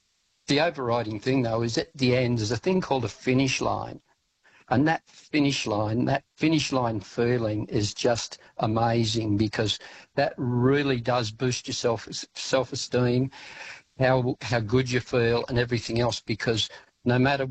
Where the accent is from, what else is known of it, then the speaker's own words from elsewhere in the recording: Sydney, New South Wales, Australia; I grew up in Sydney, and I knew the Blue Mountains area really well. I spent a lot of time bushwalking up there and rock climbing during my teens. And then ultimately we moved away from Sydney and I left all that behind.